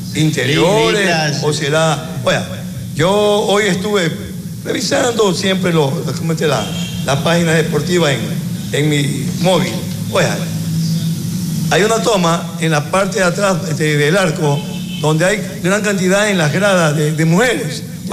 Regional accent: Ventanas, Los Ríos, Ecuador; Yo soy de acá, de Los Ángeles de Ventana, pero mis abuelos fueron de allá, pues, y se vinieron para acá a la provincia de Los Ríos. Y ya aquí nosotros ya estamos, pues, pero … de allá, de familia de El Carmen, Canuto, por allá.

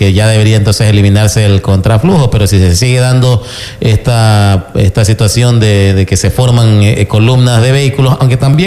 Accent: Ecuador; así somos los ecuatorianos y los peninsulares

